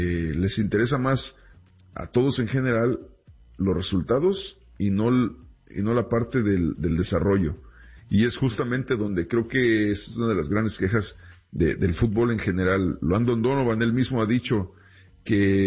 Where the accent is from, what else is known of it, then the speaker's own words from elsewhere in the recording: Mexico; así como los que crecimos en México lo hacíamos